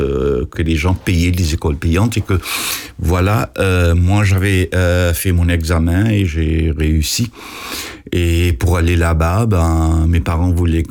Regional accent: Seychelles; Et oui, et je viens des Seychelles.

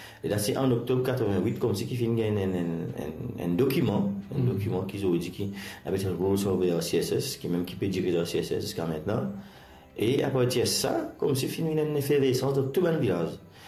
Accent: Rodrigues, Mauritius

